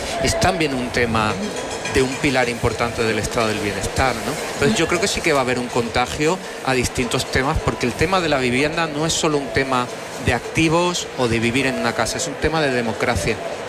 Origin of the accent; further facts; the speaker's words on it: Málaga, Andalusia, Spain; Yo soy malagueño y en Málaga la gente no habla de Pedro Sánchez ni de la presidenta Isabel Díaz Ayuso.